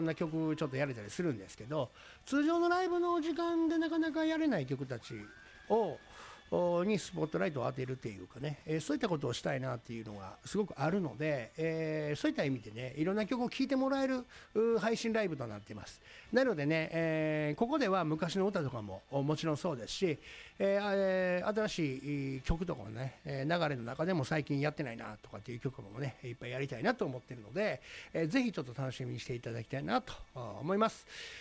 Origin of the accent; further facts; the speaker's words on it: Kyoto, Japan; 地元京都